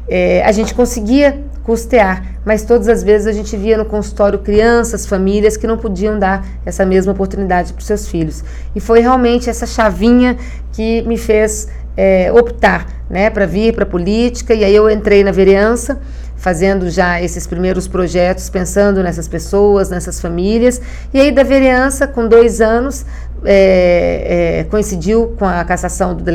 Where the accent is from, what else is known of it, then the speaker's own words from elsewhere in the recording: Brasília, Federal District, Brazil; moved away; Eu venho de Brasília, moro aqui há 23 anos.